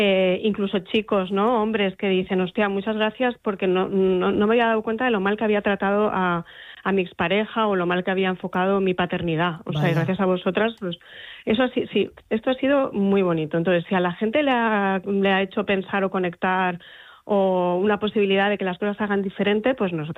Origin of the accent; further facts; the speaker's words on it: Gijón, Asturias, Spain; yo soy de provincias, yo soy de Gijón además, entonces había esta cosa de no digas nada en el colegio que te van a mirar distinto, ¿no?